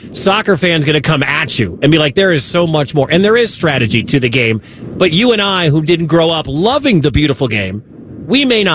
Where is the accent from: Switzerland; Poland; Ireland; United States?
United States; Michigan; All right, I'm originally from Michigan and hate everything to do with that team in Columbus